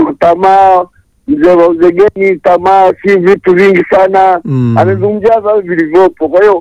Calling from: Chunya, Mbeya, Tanzania; natoka Chunya Mbeya huku.

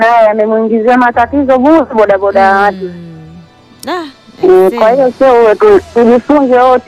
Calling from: Mkuranga, Pwani, Tanzania; natokea Bupu, Mkuranga, mkoa wa Pwani.

